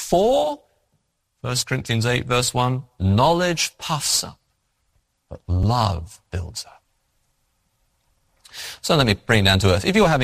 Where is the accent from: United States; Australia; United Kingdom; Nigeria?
United Kingdom; England; Now, I'm English, I can get away with these things, right?